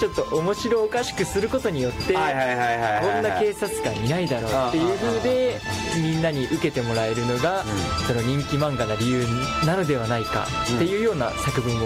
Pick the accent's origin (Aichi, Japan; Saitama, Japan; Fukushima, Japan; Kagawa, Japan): Aichi, Japan; 地元が愛知県の。